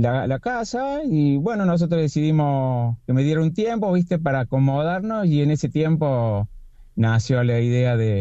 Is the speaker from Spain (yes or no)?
no; Córdoba, Argentina; Terrible cordobés.